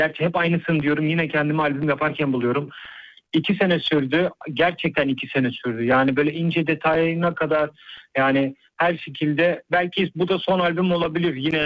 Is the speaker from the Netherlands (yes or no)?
yes; Netherlands; now in Istanbul, Turkey; Aynen, Hollanda doğma büyüme. Şu an İstanbul'dayım. Burada yaşıyorum.